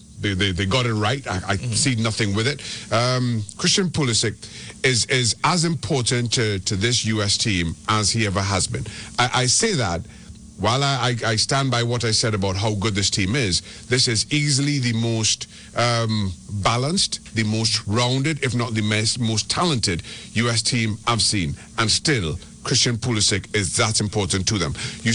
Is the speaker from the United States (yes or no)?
no; Trinidad & Tobago; I am not American. I grew up in Trinidad and Tobago. I played my football there.